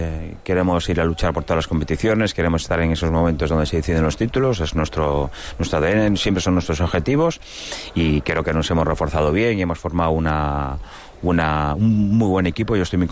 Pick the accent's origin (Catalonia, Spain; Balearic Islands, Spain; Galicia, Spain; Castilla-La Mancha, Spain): Galicia, Spain; A Coruña; soy de Coruña y no había pasado nada igual